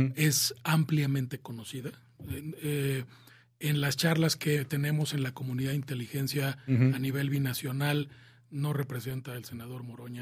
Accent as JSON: {"language": "Spanish", "country": "Mexico"}